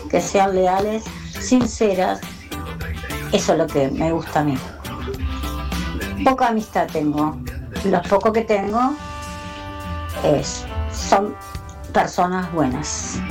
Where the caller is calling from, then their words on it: Florencio Varela, Buenos Aires Province, Argentina; Soy del signo Leo … de Varela.